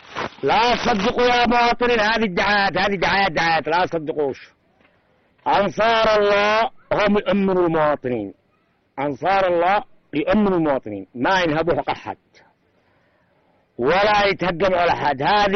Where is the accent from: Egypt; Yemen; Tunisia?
Yemen; نحن أخوة ونحن مسلمين، كلنا نحن يمنيين.